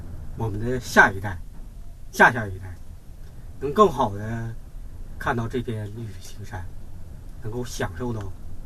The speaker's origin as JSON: {"language": "Chinese", "region": "Heilongjiang", "country": "China", "tie": "born or raised there", "said": "我小时候就在这长大的"}